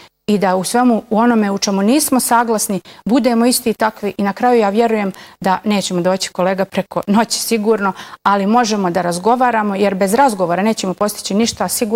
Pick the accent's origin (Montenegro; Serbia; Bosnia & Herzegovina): Bosnia & Herzegovina; Republika Srpska; Ja sam ponosna Srpkinja i nikada se toga neću odreći. Dolazim iz svoje Republike Srpske.